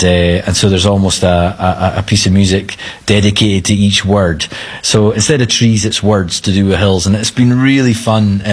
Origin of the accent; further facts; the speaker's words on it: Grantown-on-Spey, Scotland, United Kingdom; moved away as an adult; also born or lived in Glasgow; So I used to live in Glasgow for 16 or 17 years, and then I moved back up to where I grew up in Grattan-on-Spey, in Strathspey.